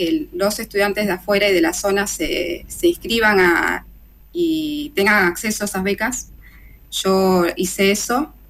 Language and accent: Spanish; Mayor Buratovich, Buenos Aires, Argentina; now in Bahía Blanca, Argentina; Bahía Blanca no es el lugar en el que crecí. Yo soy de Mayor Buratovich.